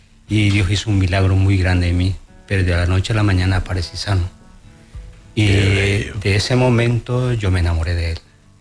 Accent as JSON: {"language": "Spanish", "region": "Potosí", "country": "Bolivia", "tie": "born or raised there", "also_born_or_lived": "Sucre", "moved": "as an adult", "lives_now": "Santa Cruz, Bolivia", "said": "del extremo de Potosí, de Yamatumisa"}